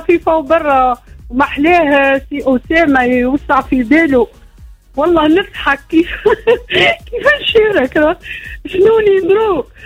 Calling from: Sakiet Eddaier, Sfax Governorate, Tunisia; من ساقية الدائر.

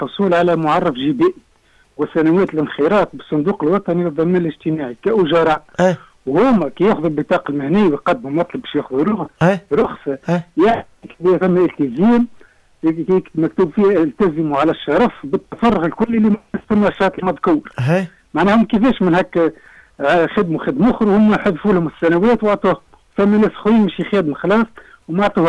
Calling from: Siliana, Tunisia; من سليان.

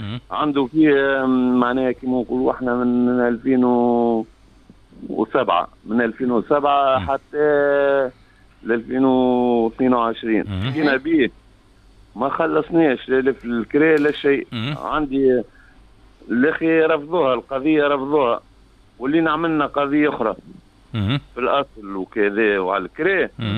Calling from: Ben Arous, Tunisia

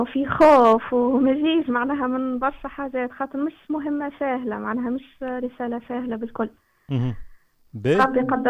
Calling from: Gafsa, Gafsa Governorate, Tunisia

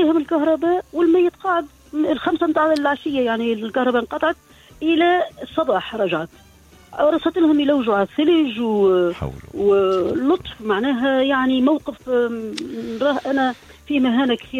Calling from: Tunisia

